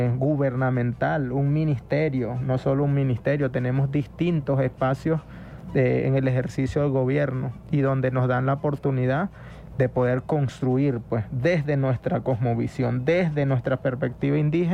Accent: Amazonas, Venezuela; en mi pueblo, Jibi, allá en el municipio Atures del estado Amazonas

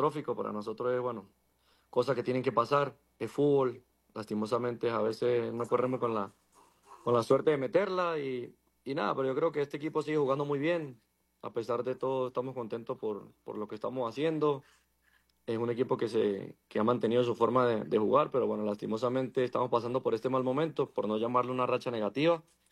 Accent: San Cristóbal, Táchira, Venezuela; moved away; soy de San Cristóbal

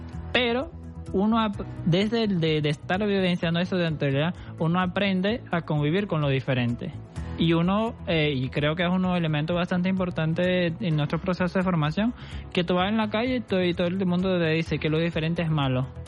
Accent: Brazil; Spanish is a second language; moved away as an adult; now in Venezuela; No soy venezolano. ¿De dónde eres? Soy de Brasil.

